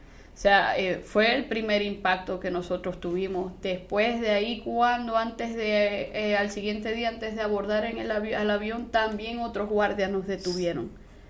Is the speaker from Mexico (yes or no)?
no; Venezuela; moved away as an adult; Mi esposo y yo, desde que nosotros salimos de allá